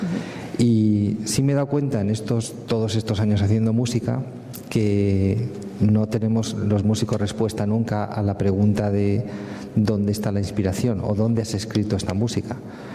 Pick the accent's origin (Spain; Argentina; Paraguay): Spain; Cantabria